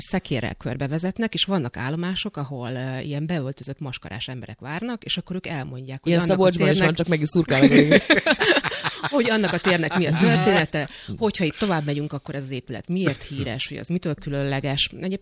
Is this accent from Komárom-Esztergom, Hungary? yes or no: no; Budapest, Hungary; vagyok vekerlei, hogy mi 3 évvel ezelőtt ugye mi egy utcával feljebb költöztünk, tehát mi gyakorlatilag kiköltöztünk Vekkerléről. Tehát én most már kispesti vagyok